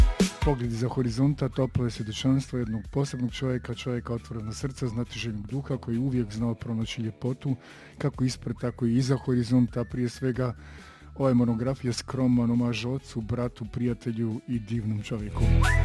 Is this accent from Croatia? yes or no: no; Netherlands; Odrastao sam u Nizozemskoj i pamtim obiteljska putovanja autom na relaciji Rotterdam-Pula.